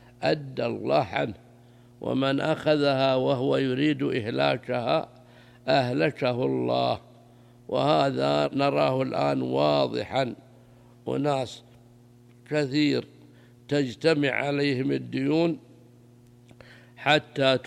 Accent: Saudi Arabia

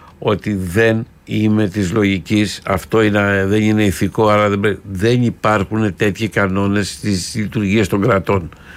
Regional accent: Patras, Western Greece, Greece; γιατί επαρχιώτης είμαι εγώ, από την Πάτρα.

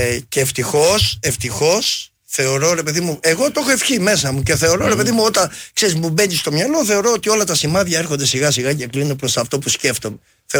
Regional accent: Amaliada, Western Greece, Greece; Από την Αμαλιάδα. Βασικά με την Κυλλίνη. Ψαροχώρη της Κυλλίνης.

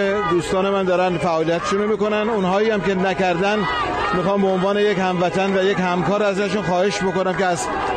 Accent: Iran; now in Toronto, Canada; من هم به عنوان یک ایرانی چون در تورنتو هستم

